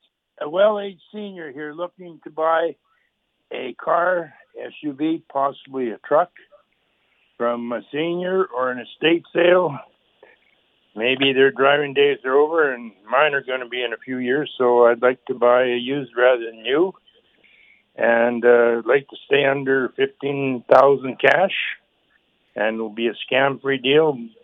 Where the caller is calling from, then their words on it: Alberta, Canada; Here in Beggarville